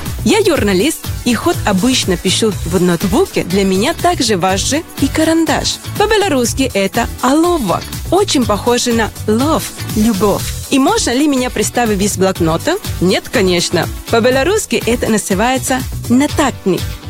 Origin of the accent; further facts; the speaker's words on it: Venezuela; now in Belarus; я приехал в Беларусь из Венесуэлы. Приехала и осталась